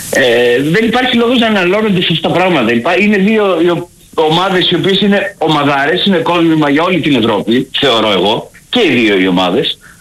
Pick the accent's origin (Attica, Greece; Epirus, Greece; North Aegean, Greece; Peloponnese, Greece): Attica, Greece; Athens; born or raised there